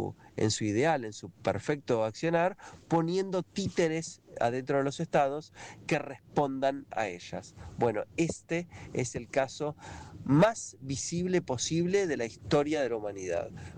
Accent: Argentina; Nosotros, el resto, el pueblo, no somos los argentinos de bien.

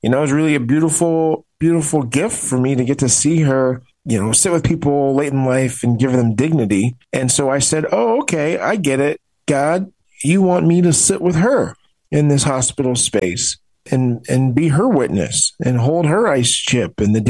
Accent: Gaithersburg, Maryland, United States; moved away; So you know that I grew up in what in my time was called Gaithersburg, Maryland. And my grandparents' time was called Quince Orchard, Maryland. It was one of those places where it was so small. I grew up on a dirt road

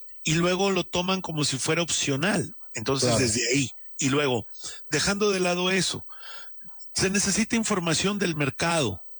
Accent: Mexico; Nosotros como mexicanos

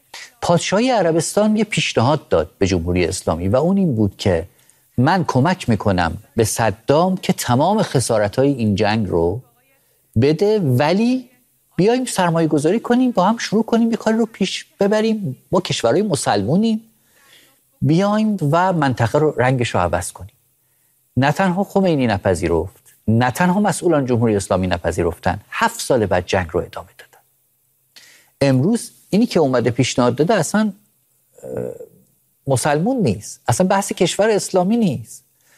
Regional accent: Iran

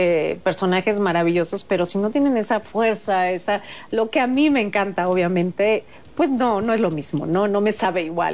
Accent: Culiacán, Sinaloa, Mexico; moved away as an adult; pues yo soy de Culiacán

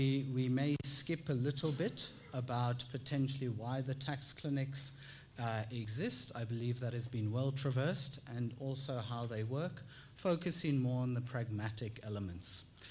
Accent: Bloemfontein, Free State, South Africa; also born or lived in Cape Town, South Africa; now in Australia; You might tell from my accent that I don't have the traditional Australian accent. In fact, I was born in the Western Cape, in Cape Town, and I spent most of my childhood in a place called Bloemfontein. So I grew up with the Drakensberg Mountains, I grew up touching this land

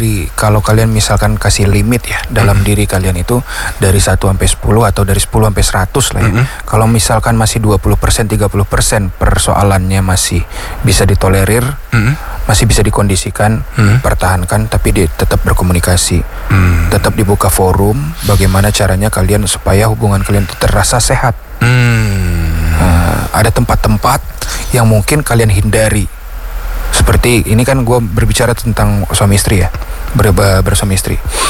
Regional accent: Padang, West Sumatra, Indonesia; also born or lived in Bukittinggi; Aslinya Padang.

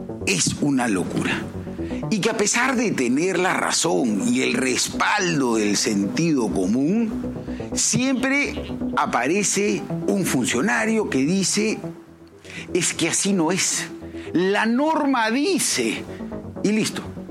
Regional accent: Peru; recortar nuestras posibilidades como peruanos para crecer, para salir adelante

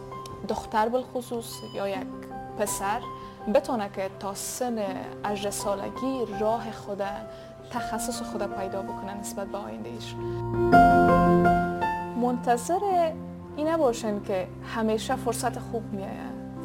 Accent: Afghanistan; now in Central Asia

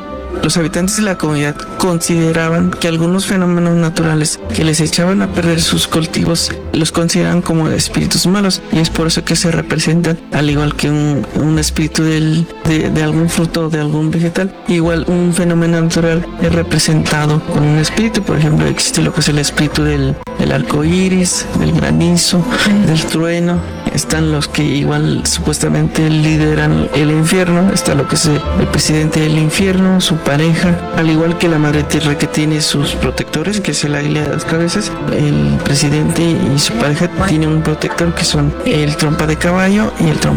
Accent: Puebla, Mexico; Nosotros venimos de la Sierra Norte de Puebla, en los límites de Puebla Hidalgo, y en nuestra comunidad nos dedicamos a hacer lo que es el papel amate.

